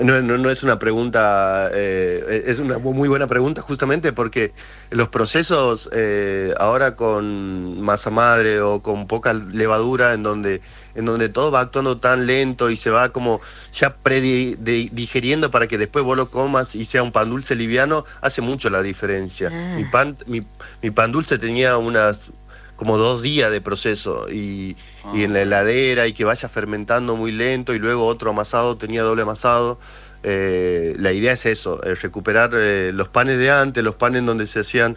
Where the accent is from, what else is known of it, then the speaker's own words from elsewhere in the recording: Puerto Madryn, Chubut, Argentina; Yo te escuchaba igual, yo todavía no llegué a Puerto Madryn, estoy en Buenos Aires.